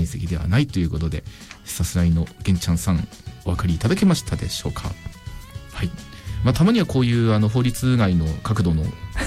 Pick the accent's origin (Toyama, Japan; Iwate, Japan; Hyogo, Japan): Iwate, Japan; 私たち岩手っ子っていう感じがねあるかもしれません